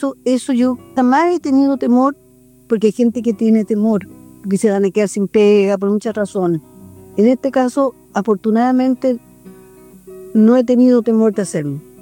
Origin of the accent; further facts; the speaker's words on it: Las Condes, Santiago Metropolitan Region, Chile; Yo fui presidente de una junta de vecinos en Las Condes, soy miembro del COSOC de Las Condes, y bueno, nací ahí y seguiré trabajando y denunciando todo lo que tenga que denunciar.